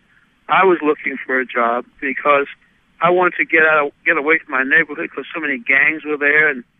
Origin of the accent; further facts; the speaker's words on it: South Carolina, United States; And I was from South Carolina, and I was a farmer's son.